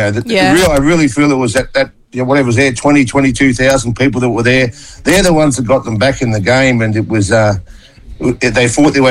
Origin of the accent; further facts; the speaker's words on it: Wollongong, New South Wales, Australia; growing up in Wollongong